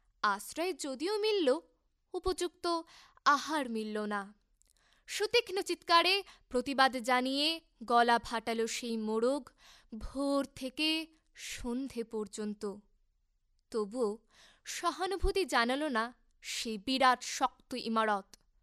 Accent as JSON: {"language": "Bangla", "town": "Gazole", "region": "West Bengal", "country": "India", "said": "আমি মালদা জেলার গাজল থেকে এসেছি।"}